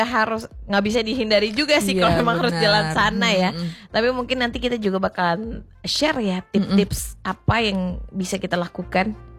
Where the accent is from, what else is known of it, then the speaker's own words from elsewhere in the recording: Pekanbaru, Riau, Indonesia; aku sebagai warga Kulim